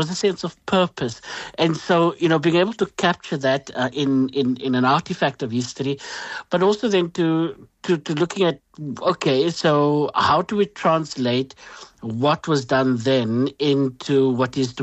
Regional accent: Bonteheuwel, Western Cape, South Africa; you cannot treat me differently because I grew up in Bonteville, or because my skin is slightly browner than, somebody who lives in the shade of Table Mountain.

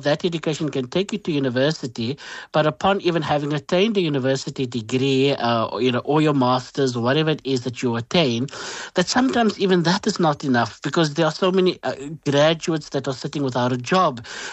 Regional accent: Bonteheuwel, Western Cape, South Africa; you cannot treat me differently because I grew up in Bonteville or because my skin is slightly browner than, you know, somebody who lives in the shade of Table Mountain.

